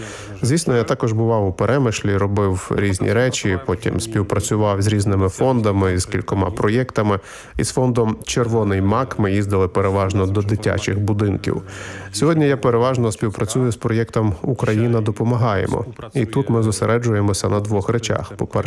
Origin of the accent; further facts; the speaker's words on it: Poznań, Greater Poland, Poland; моя знайома з Познані, а я сам із Познані, запитала мене